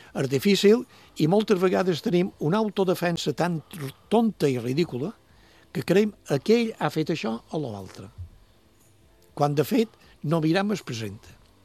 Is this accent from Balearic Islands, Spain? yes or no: yes; Vilafranca de Bonany, Balearic Islands, Spain; Jo som de Vilafranca i vaig anar...